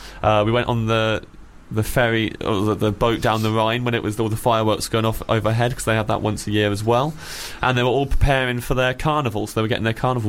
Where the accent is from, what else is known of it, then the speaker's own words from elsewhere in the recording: Kettering, East Midlands, United Kingdom; So I'm from Kettering. So we call it Sweet Home Ketteringer. And there's me going back to my hometown and revisiting all my old haunts.